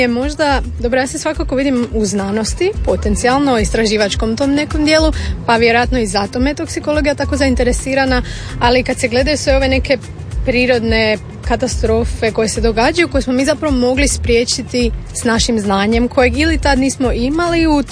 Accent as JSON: {"language": "Croatian", "town": "Rijeka", "region": "Primorje-Gorski Kotar County", "country": "Croatia", "said": "ja sam iz Rijeke, pa kao malo više moru naginjem"}